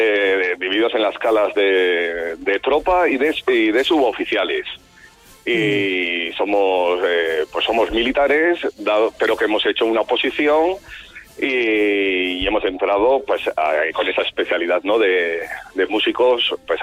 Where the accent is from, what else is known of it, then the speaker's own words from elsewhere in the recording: Calahorra, La Rioja, Spain; de tocar aquí, en esta tierra, que es mi tierra también, como calagurritano